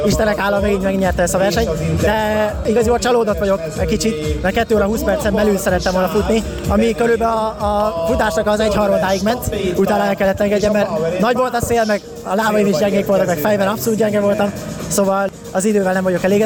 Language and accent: Hungarian; Hungary; legalább magyarként sikerült behozni